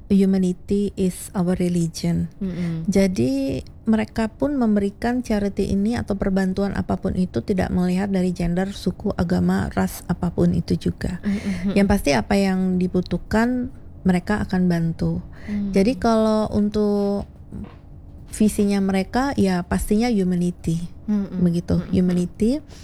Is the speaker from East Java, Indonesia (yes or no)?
yes; Surabaya, East Java, Indonesia; now in Bali, Indonesia; saya asli Surabaya.